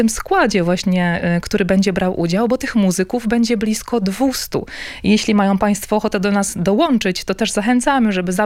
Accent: Silesian Voivodeship, Poland; a teraz ta funkcja delikatnie u nas na Górnym Śląsku zanika

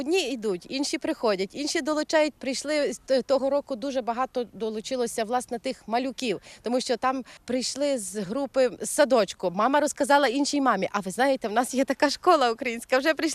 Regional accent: Lviv, Lviv Oblast, Ukraine; moved away as an adult; now in Wrocław, Poland; Зі Львова.

